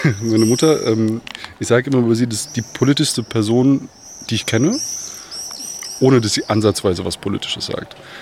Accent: Bornheim, Germany; Also ich komme aus Bosnien, in Bornheim, im Balkan. Hey. In Bornheim, super große Community aus dem Balkan. Bin hier so einfach ganz normal groß geworden.

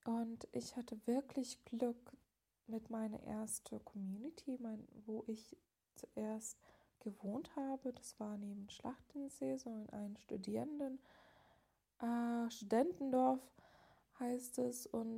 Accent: Lithuania; German is a second language; zum Beispiel ich bin noch in Litauen groß geworden, ich bin da sozialisiert geworden und naja, ich kenne mein Land, ich kenne meine Kultur und ich habe dann kein Gefühl, dass ich meine litauische Identität verliere.

